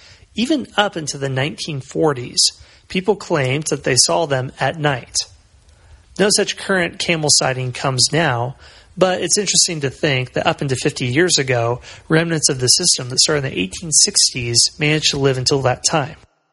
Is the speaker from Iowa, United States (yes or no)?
yes; Iowa, United States; I'm from Iowa, so that's what we live on if you're of a town less than 5,000.